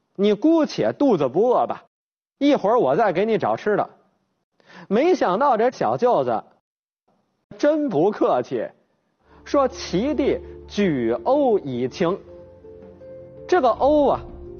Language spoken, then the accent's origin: Chinese; China; 我们中国人